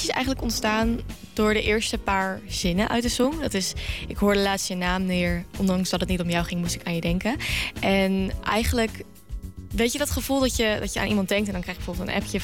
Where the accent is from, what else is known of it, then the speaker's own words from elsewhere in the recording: Bergen op Zoom, North Brabant, Netherlands; Ik kom zelf uit Bergen op Zoom, dus daar hebben we ook een hele leuke zaal.